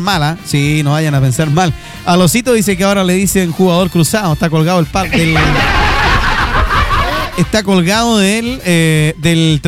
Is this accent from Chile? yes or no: yes; Chile